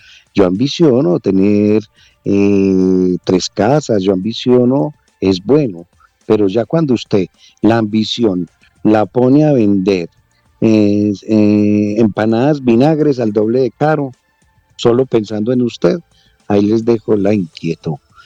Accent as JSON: {"language": "Spanish", "town": "Medellín", "region": "Antioquia", "country": "Colombia", "said": "Yo soy montañero, yo soy de San Cristóbal"}